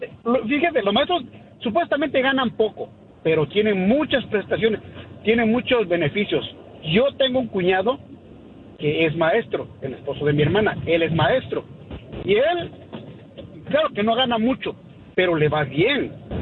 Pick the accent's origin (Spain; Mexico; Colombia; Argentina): Mexico; Oaxaca; Primero, yo también soy troquero y soy de Oaxaca manejando ahorita.